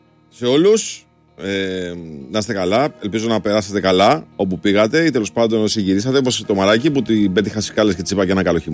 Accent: Piraeus, Attica, Greece; εμείς όλοι εμείς που μεγαλώσαμε στο Πειραιά

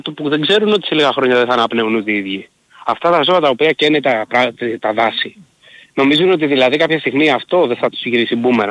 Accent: Corinth, Peloponnese, Greece; επειδή είναι από Κόρινθο

